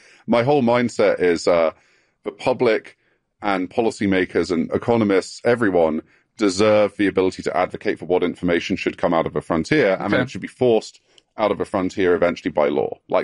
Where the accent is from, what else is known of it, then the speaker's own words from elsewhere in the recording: England, United Kingdom; Yes, as an Englishman, it fills me with such joy to be asked about sex on